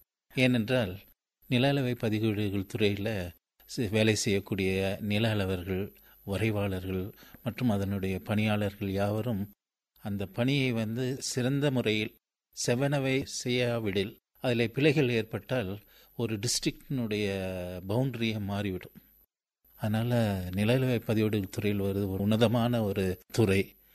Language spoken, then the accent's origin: Tamil; India; born there; நான் லவுடைல் எனும் பகுதியில் வந்து 1957 பிறந்தேன். நான் ஒரு தலைமை ஆசிரியரின் மகன்.